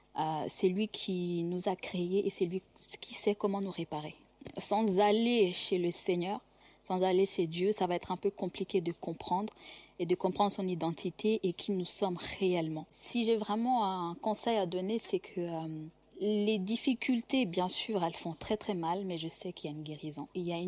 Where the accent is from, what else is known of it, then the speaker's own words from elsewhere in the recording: Western Province, Rwanda; born there; Je suis née au Rwanda, dans la région de Kyangugu. Nous étions anciennement catholiques.